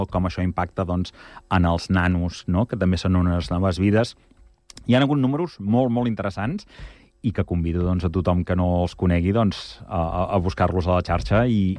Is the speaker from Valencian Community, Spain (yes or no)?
no; Igualada, Catalonia, Spain; jo sóc d'Igualada